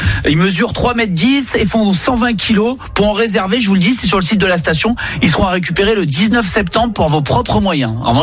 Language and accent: French; South, France; Gérald, tu sais que je suis supporter de l'OM parce que je suis du Sud